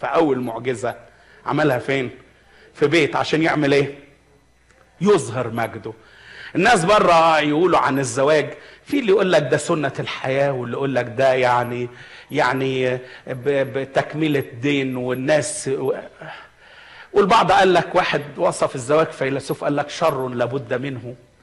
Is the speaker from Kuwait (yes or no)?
no; Egypt; عندنا في مصر